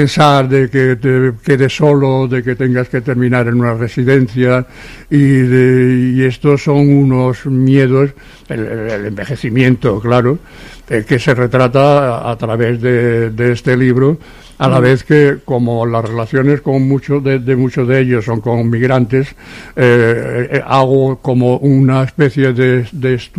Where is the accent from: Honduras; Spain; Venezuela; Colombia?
Spain; Seville, Andalusia; now in Barcelona, Spain; cuando vinimos de Sevilla.